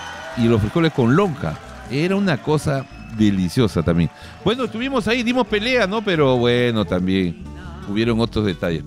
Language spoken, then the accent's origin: Spanish; Peru